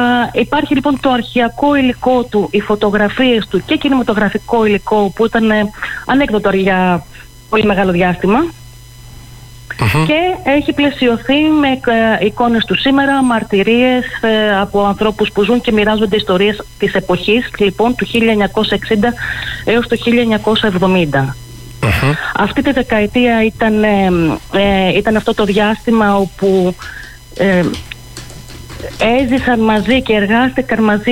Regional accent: Greece; Στα μέρη μας, όταν λέω μέρη μας εννοώ Απολωνίων γενικότερα

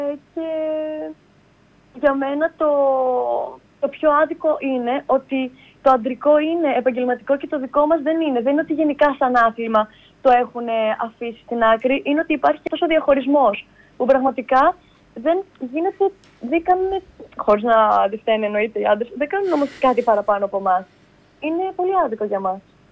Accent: Peraia, Central Macedonia, Greece; moved away as an adult; στην πόλη μου, στην περιοχή μου, στην Περαία

